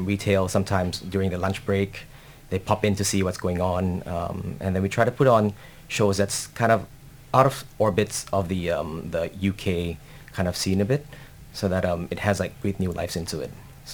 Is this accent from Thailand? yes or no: yes; Thailand; now in London, United Kingdom; So originally I'm from Thailand, and my first experience, like early experience in London